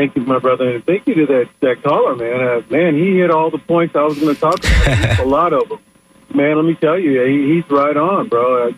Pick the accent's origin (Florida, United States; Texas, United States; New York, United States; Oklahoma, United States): Oklahoma, United States; moved away as an adult; Yeah, I'm from Oklahoma originally, transferred here in 92.